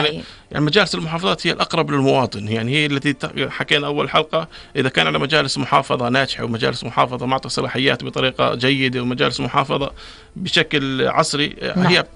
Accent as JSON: {"language": "Arabic", "country": "Jordan", "said": "يعني إحنا كمواطنين أردنيين وكحزب أردني"}